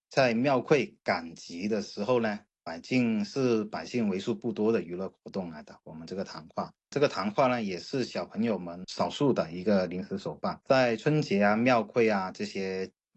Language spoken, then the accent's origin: Chinese; Lingnan, China